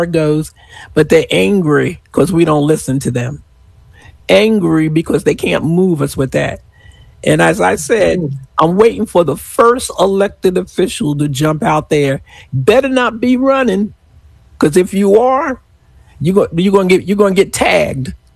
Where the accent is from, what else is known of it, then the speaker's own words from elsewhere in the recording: New York, United States; As a New Yorker